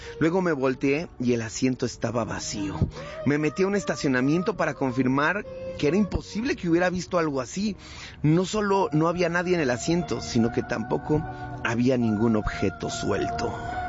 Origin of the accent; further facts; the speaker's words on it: Mixquiahuala, Hidalgo, Mexico; Yo crecí en Mixquiahuala. Crecí en Mixquiahuala y cuando era adolescente iba mucho con mis amigos